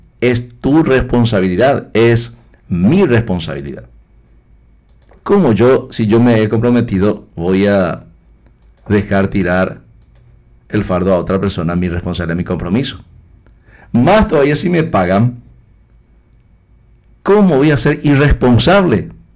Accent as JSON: {"language": "Spanish", "country": "Paraguay", "said": "Yo, como paraguayo, quiero que mi país sea diferente."}